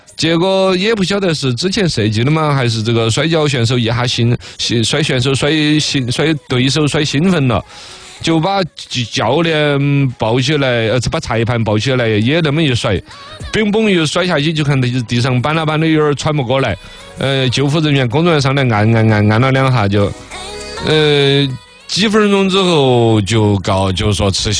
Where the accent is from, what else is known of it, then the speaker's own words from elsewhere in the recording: China; 就我们中国人吃的啥子内脏啊，像我们吃的鸭肠啊、毛肚啊